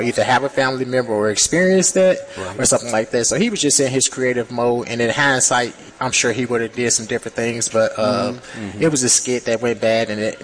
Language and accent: English; Chicago, Illinois, United States; I'm originally from Chicago.